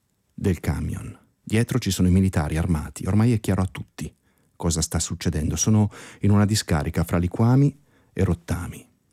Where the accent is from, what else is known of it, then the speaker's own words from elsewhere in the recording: Piedmont, Italy; io sono piemontese